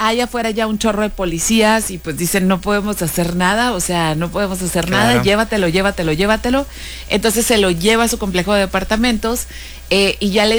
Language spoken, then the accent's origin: Spanish; Mexicali, Baja California, Mexico; nosotros que somos de Mexicali romantizamos mucho las nevadas, ¿no?